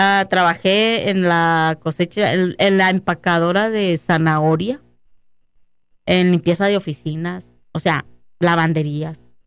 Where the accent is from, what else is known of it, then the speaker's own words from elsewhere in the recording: Mexico; moved away as an adult; es muy diferente la vida de que yo crecí en México a lo que vienes aquí.